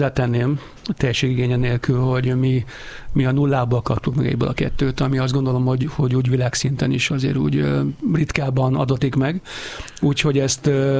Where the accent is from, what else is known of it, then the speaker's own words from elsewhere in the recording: Budapest, Hungary; Hát én abszolút Budapesten születtem, meg éltem, meg dolgoztam egészen a Tatáig